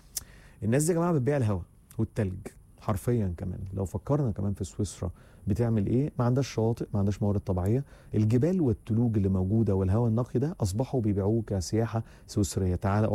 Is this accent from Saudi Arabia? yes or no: no; Egypt; مواعيدنا كمصريين